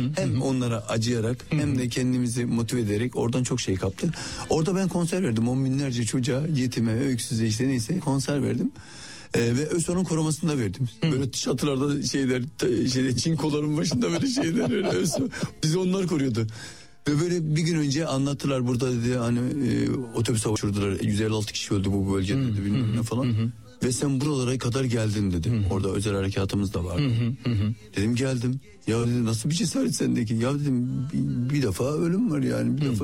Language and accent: Turkish; Adana, Turkey; Adana'nın ben Varoş Mahallesi'nde işte gettosu, Koca Vezir denilen bir yerdir. Böyle orada yetiştim. Şimdi genelde Suriyeli Afganların da olduğu bir yer. Yani öyle bir yerde yetiştim.